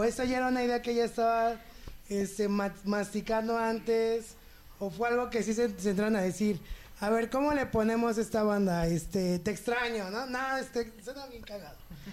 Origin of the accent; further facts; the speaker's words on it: Ecatepec, State of Mexico, Mexico; now in Mexico City, Mexico; vivir en Querétaro y luego llegar a CDMX, yo que vengo de Catepec